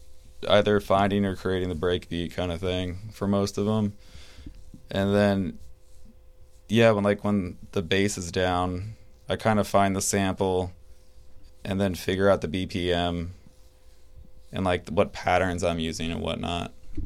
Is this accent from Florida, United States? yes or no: yes; Florida, United States; I don't know, I'm from North Florida, so